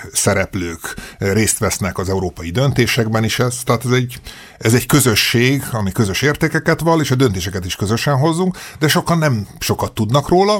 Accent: Eger, Heves, Hungary; moved away; Én Egerben nőttem föl, itt voltam diák, itt ugye a régi ötös iskolába jártam, ami ugye nem messze van innen a Szent István Rádió stúdiójától a szomszédba éppen a sarkon, aztán pedig a Gárdonyi gimnáziumba

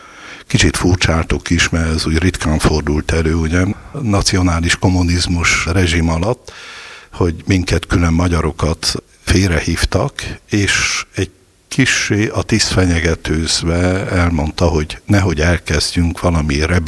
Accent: Ghelința, Covasna, Romania; moved away; also born or lived in Alba Iulia / Rome; a háromszéki Kovászna megyei Gelencén születtem. Hát a gyermekéveim szülőfalumban teltek el, ahol szintiszta katolikus székelyfaluról lévén szó

